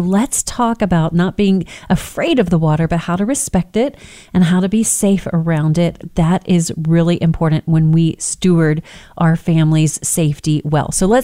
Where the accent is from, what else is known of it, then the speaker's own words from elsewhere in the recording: Texas, United States; I grew up on the Texas Gulf Coast.